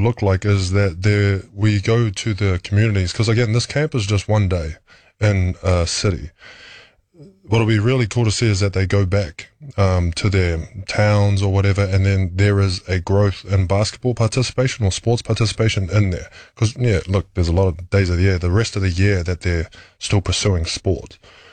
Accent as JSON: {"language": "English", "country": "New Zealand", "said": "but then, yeah, you kind of still keep to being Kiwi."}